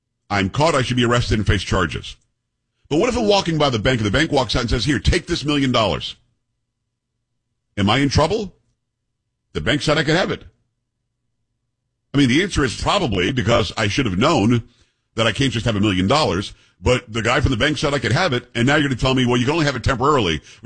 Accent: Florida, United States; born or raised there

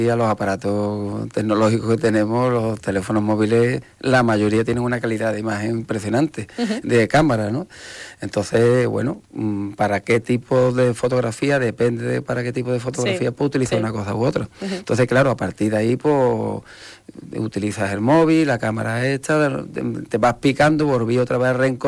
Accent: Morón de la Frontera, Andalusia, Spain; Soy de Morón. me gusta y me encanta Morón

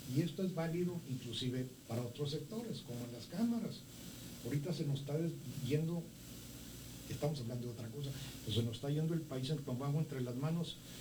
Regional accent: Mexico; Entonces, todo es una reflexión que como mexicanos, como país, cada quien en su parcela, tenemos que actuar.

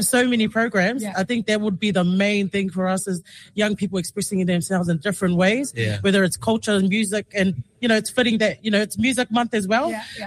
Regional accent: Otara, Auckland, New Zealand; I grew up in Otara, born and bred

